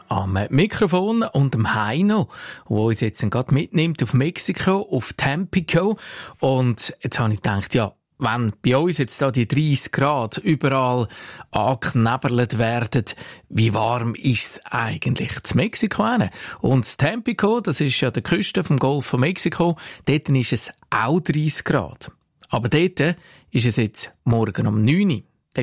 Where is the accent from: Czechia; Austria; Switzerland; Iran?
Switzerland; Ha, da bin ich doch lieber bei uns in der Schweiz